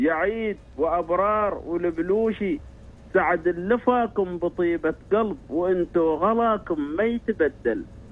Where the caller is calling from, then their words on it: Oman; وهذا أكبر فخر لنا إحنا كعمانيين على هذه الأرض الطيبة.